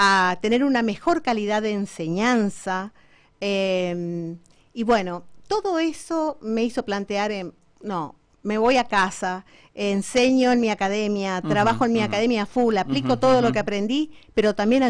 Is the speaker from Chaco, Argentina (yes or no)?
no; Formosa, Argentina; moved away as an adult